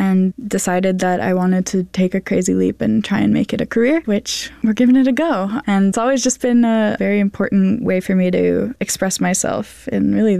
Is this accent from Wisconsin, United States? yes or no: no; Massachusetts, United States; moved away as an adult; I am not really from here. I grew up in Western Mass in the Berkshires